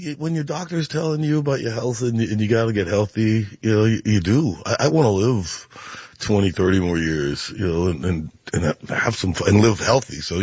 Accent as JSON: {"language": "English", "town": "Charleston", "country": "United States", "tie": "born or raised there", "said": "You know, I grew up in Charleston fighting it"}